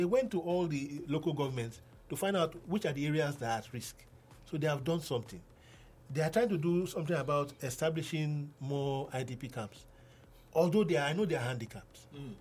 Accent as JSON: {"language": "English", "town": "Benin City", "region": "Edo", "country": "Nigeria", "tie": "born or raised there", "said": "I grew up in Edo State, in Benin City."}